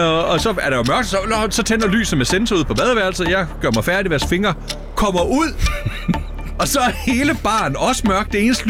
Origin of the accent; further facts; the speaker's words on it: Lemvig, Central Denmark Region, Denmark; Det var på det, der hed Gammelhavn i Lemvig, hvor jeg kommer fra.